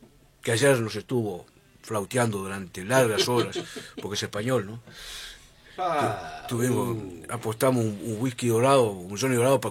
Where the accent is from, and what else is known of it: Uruguay